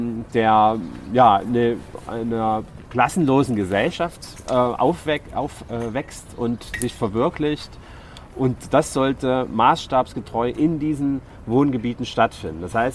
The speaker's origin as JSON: {"language": "German", "town": "Chemnitz", "region": "Saxony", "country": "Germany", "tie": "born or raised there", "said": "Ich bin im Hackergebiet groß geworden, es ist in Chemnitz, es ist so ähnlich groß wie Grünau"}